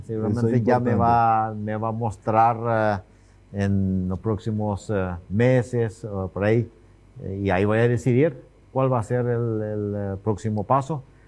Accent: Paraguay; yo soy paraguayo, o sea, yo voy a quedar en Paraguay. Yo demasiado amo a Paraguay.

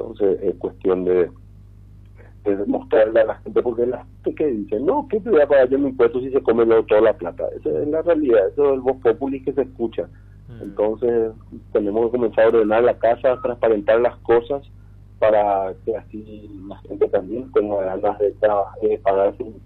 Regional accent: Presidente Franco, Alto Paraná, Paraguay; como paraguayos y como franqueños, y sobre todo como hijos de Dios

